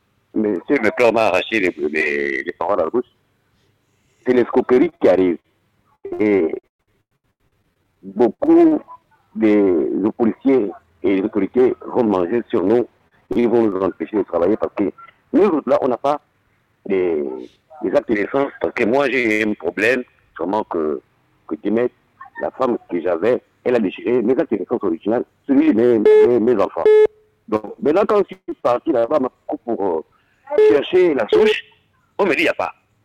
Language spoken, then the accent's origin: French; Gabon; born there; Je suis né au Gabon, à Mabou, je n'ai jamais voyagé.